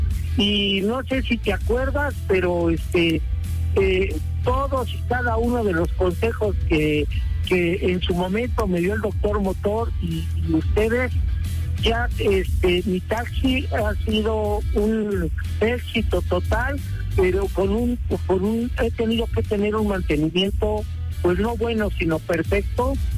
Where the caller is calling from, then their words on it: Cuautitlán Izcalli, State of Mexico, Mexico; yo también soy de Cuautitlán, Izcalli.